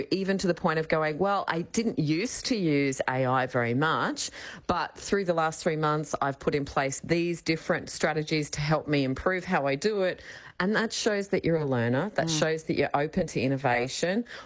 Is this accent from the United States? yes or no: no; Australia; Well, it feels weird as an Australian.